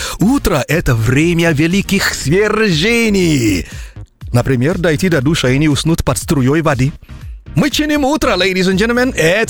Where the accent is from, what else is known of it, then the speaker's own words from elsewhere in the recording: Russia; Ты откуда? Я сказал, из России.